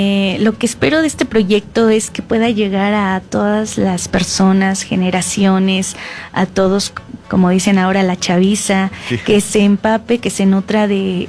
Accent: Hidalgo, Mexico; las personas que somos del Valle del Mezquital

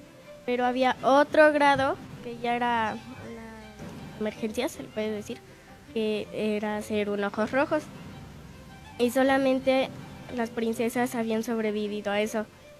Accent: Mineral de la Reforma, Hidalgo, Mexico; Yo vengo de Mineral de la Reforma.

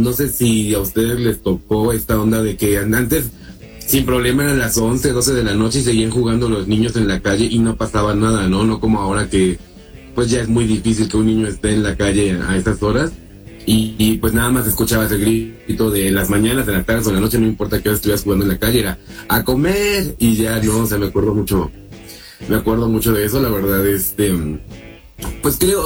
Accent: Xico, Veracruz, Mexico; now in Mexico City, Mexico; y pues también soy de Jico, Veracruz. La verdad, pues estoy viviendo en Ciudad de México

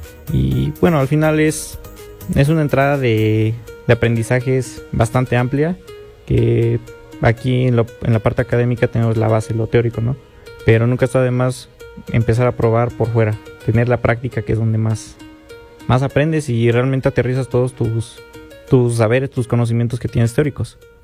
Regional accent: Chignahuapan, Puebla, Mexico; Soy de Chignahuapan, Puebla, y actualmente estoy cursando el séptimo semestre de la carrera.

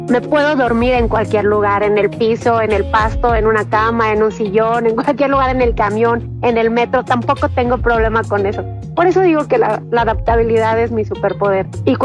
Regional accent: Ciudad Sahagún, Hidalgo, Mexico; Soy de Ciudad Sahagún, una ciudad mágica porque es la primera ciudad industrial nacida en México como ciudad industrial. O sea, primero llegaron las industrias y luego nace la ciudad.

